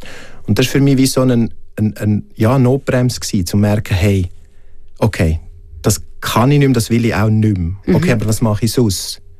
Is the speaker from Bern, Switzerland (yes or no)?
no; Graubünden, Switzerland; moved away; als ich dann weg bin aus dem Engadin und dann auf Zürich bin, dort sind eher die heftigeren Abstürze dann gekommen.